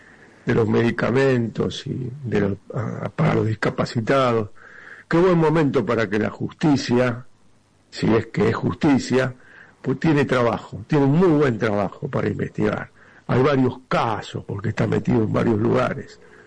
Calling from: Villa Martelli, Buenos Aires Province, Argentina; de Martelli

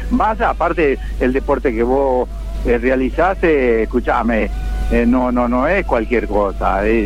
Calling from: Merlo, Buenos Aires Province, Argentina; de Parque de Merlo.

